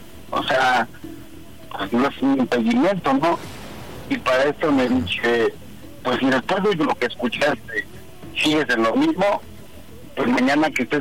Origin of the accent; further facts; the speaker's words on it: Nepantla, State of Mexico, Mexico; 42 años, soy de Nepantla.